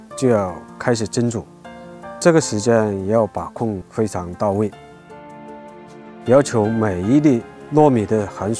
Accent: Jiangxi, China; 我们江西人家家户户过年的时候都会备上一些豆米糖

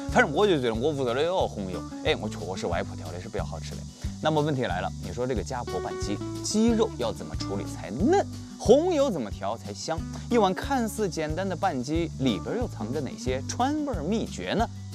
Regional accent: Sichuan, China; 咱们四川人

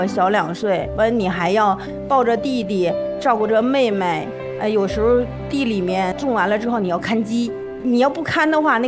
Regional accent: Liaoning, China; 我出生在一个辽宁的偏远的一个特别穷的山村里面

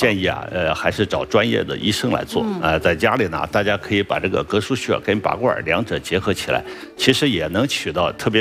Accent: Shandong, China; accent: Shandong dialect; 我们山东话叫摁钉。

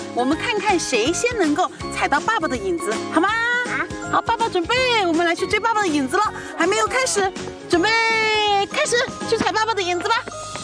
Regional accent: Fuzhou, Jiangxi, China; 我们来自江西抚州。

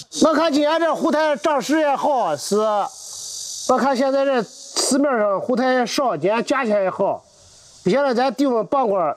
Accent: China; 我们中国人

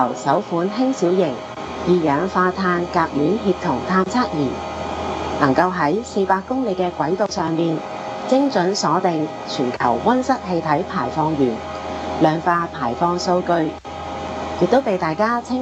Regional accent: Hong Kong; 身为香港人

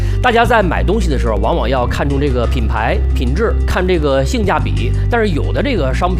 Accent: Shandong, China; 我是山东人，喜欢吃这个手擀面

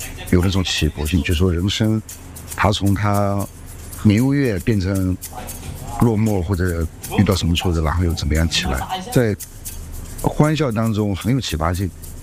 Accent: Jiangnan, China; born there; now in Chongqing, China; 江苏浙江特别我们老家的一些味道带到重庆来

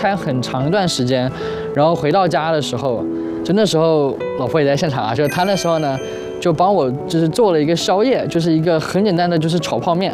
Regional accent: Taipei, Taiwan; now in Beijing, China

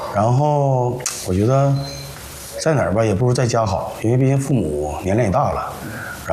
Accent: Siping, Jilin, China; moved away as an adult; 然后我就回到我的家乡了，回到四平了。

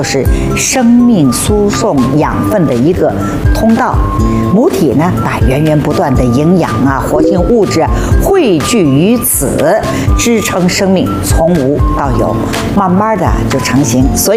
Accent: Shanghai, China; 我们上海话叫牛龙松

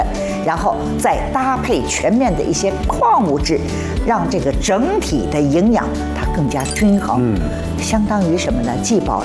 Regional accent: Shanghai, China; 就是我跟他通话的时候呢，我们上海话叫咖喱

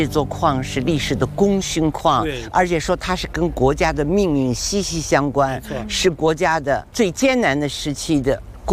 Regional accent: China

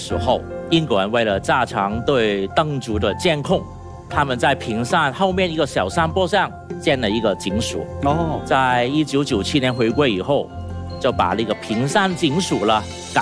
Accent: Hong Kong; 我们香港人

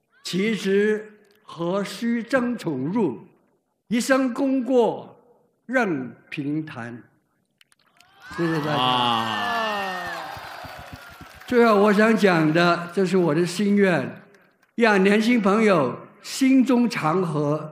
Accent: Guangdong, China; 我是广东人。

